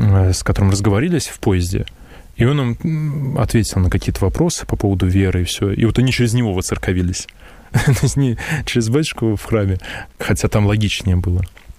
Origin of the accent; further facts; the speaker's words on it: Moscow, Russia; И мы привыкли, москвичи